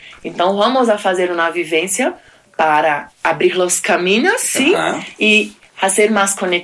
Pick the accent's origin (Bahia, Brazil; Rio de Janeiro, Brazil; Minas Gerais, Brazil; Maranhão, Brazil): Maranhão, Brazil; São Luís; Spanish is a second language; São Luís es conocida como Jamaica brasileña, entonces tenemos mucho reggae lá.